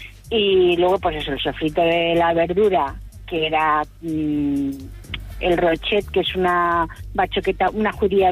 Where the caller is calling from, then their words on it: Valencia, Valencian Community, Spain; Yo os tengo que decir que soy valenciana